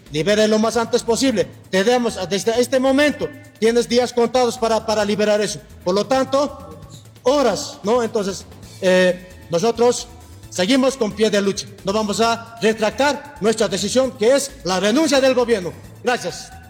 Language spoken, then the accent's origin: Spanish; Bolivia; Nosotros somos pueblo bolivianos también